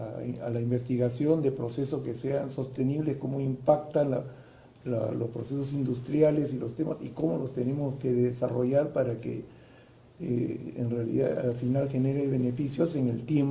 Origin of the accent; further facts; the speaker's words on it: La Victoria, Lima, Peru; born there; Sí, yo soy peruano de nacimiento, nací en la Victoria.